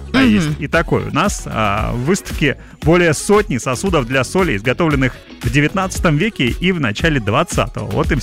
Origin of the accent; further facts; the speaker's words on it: Urals, Russia